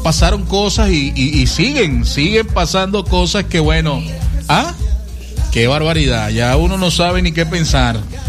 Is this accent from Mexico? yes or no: no; Venezuela; en la memoria de nosotros, obviamente, como venezolanos.